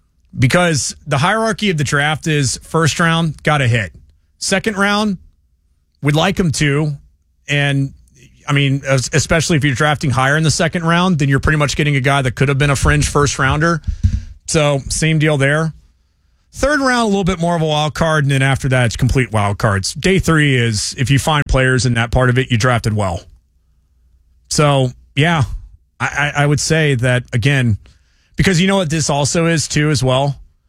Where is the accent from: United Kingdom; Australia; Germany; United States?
Germany; I'm from Germany originally.